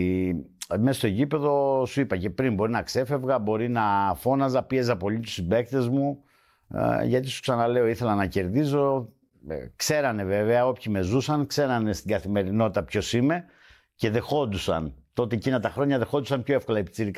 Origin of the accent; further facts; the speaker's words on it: Agia Varvara, Attica, Greece; Στην πλατεία, στα Καμίνια, εκεί στην Αγία Βαρβάρα, εκεί που μεγάλωσα, ναι, παίζαμε μπάλα.